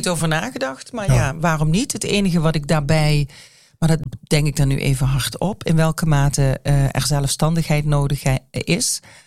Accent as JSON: {"language": "Dutch", "region": "Limburg", "country": "Netherlands", "said": "trots als Limburger zijn we zeker."}